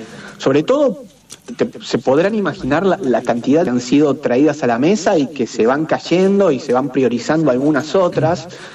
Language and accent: Spanish; Argentina; que nos demuestran como argentinos que cuando está difícil, somos argentinos, muchachos, vamos para adelante.